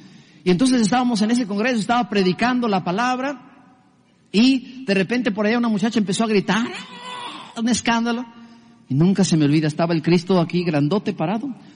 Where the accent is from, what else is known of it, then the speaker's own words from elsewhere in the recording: Mexico; En el año 90 yo regresé a México después de estar aquí 1 año y medio